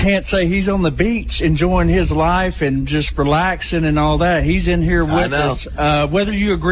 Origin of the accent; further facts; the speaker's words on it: Jacksonville, Arkansas, United States; I come from Jacksonville, Arkansas. Started working as a busboy.